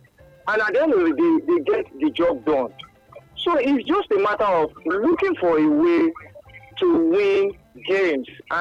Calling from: Lekki, Lagos, Nigeria; I'm calling from Lekki.

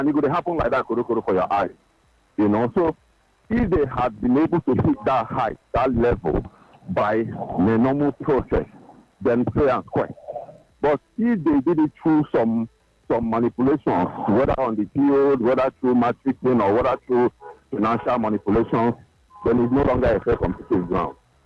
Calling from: Lagos, Nigeria; I'm calling from Lekki.

